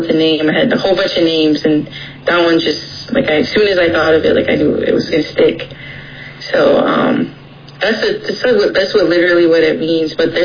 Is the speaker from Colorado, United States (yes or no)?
no; Second Mesa, Arizona, United States; I am Hopi and Navajo. I'm from Second Mesa, from Sapulpe, and just happy to be here.